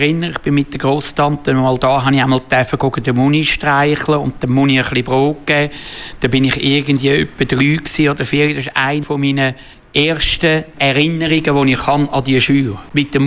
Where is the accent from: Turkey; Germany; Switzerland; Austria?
Switzerland; ich bin aufgewachsen in der Krone